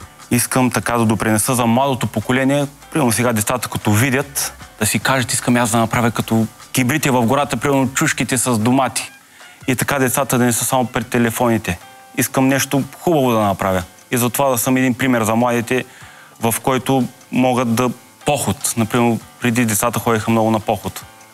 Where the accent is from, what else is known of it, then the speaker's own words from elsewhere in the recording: Ivaylovgrad, Haskovo Province, Bulgaria; Ивайловград е едно много хубаво градче в Югоизточна България.